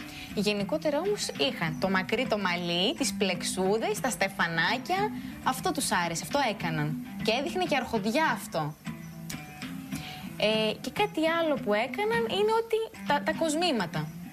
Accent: Viannos, Crete, Greece; Γενικά στη Βιάννο υπήρχαν κάποια χαρακτηριστικά βιαννίτικα. Η Βιάννος είναι επηρεασμένη από την Ανατολική Κρήτη.

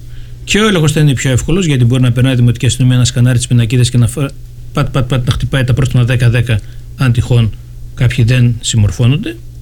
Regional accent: Giannitsa, Central Macedonia, Greece; Ζούμε σε μια επαρχιακή πόλη ή κομμόπολη με άλλα δεδομένα. Θυμάμαι ότι κάποτε είχα πει ότι είμαι από τα Γιάννητσά

